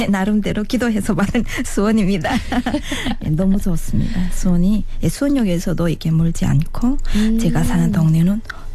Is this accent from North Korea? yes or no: yes; North Hamgyong, North Korea; moved away as an adult; now in Suwon, South Korea; 남한 정착 1년차 함경북도가 고향인